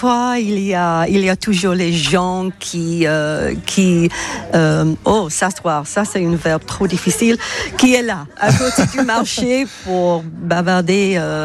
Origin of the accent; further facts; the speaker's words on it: England, United Kingdom; French is a second language; moved away as an adult; now in Is-sur-Tille, France; Oui, nous sommes d'Angleterre anciennement. Maintenant, on a déménagé ici pendant 5 ans.